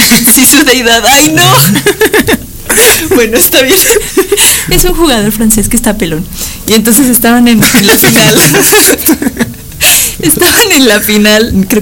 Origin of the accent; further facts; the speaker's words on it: Mexico; Fue divertido para nosotros como mexicanos porque ya no teníamos nivel en el entierro